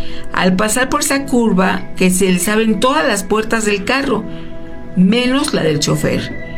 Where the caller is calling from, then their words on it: Guanajuato, Mexico; de Guanajuato.